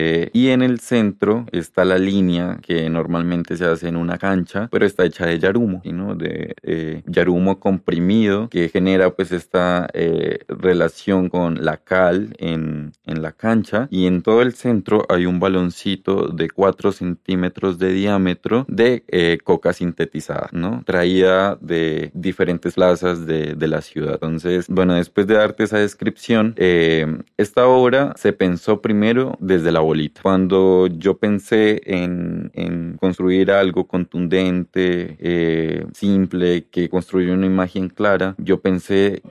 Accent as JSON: {"language": "Spanish", "region": "Nariño", "country": "Colombia", "tie": "born or raised there", "said": "Yo vengo de Nariño, del sur de Colombia, de un pueblito que queda 4 horas de Pasto, y claro, pues toda esta fuerza andina con la que crecí, con la que comencé a acercarme y a entender de dónde vienen mis raíces"}